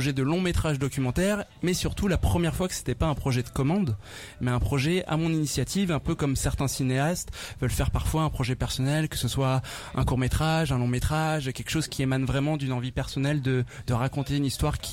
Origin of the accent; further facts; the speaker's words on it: Cormeray, Centre-Val de Loire, France; moved away; also born or lived in Blois; Alors, moi j'ai grandi à Cormeray, mais en fait Blois, ça a été la ville dans laquelle j'ai fait toute ma scolarité. Donc en fait, toute ma vie, j'ai été aux alentours de la Loire